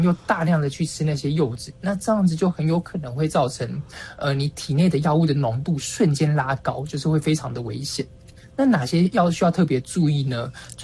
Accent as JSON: {"language": "Chinese", "country": "Taiwan"}